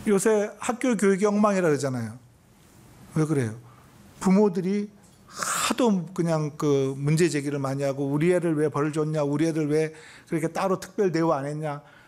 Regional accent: South Korea; 근데 나는 한국 사람이라서

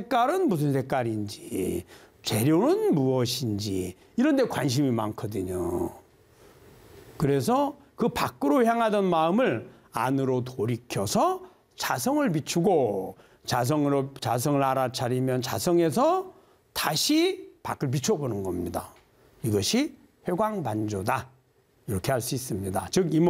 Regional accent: Gyeongsang, South Korea; accent: Gyeongsang dialect; 저 우리 경상도 사투리가 섞여 있습니다.

